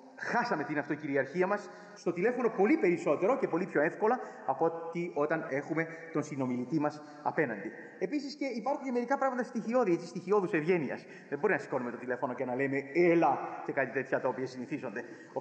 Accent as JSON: {"language": "Greek", "country": "Greece"}